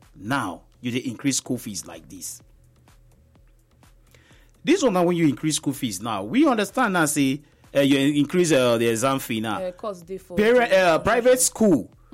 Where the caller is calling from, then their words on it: Nigeria; we're calling from Adubawa.